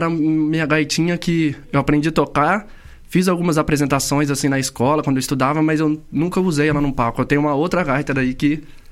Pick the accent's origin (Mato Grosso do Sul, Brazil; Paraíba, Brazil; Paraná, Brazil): Paraná, Brazil; Pinhalão; moved away as an adult; now in Maringá, Brazil; eu sou natural de Pinhalão, Paraná. É uma cidade de 6 mil habitantes. Fica localizado no Nordeste Paranaense. É. Norte Velho Pioneiro.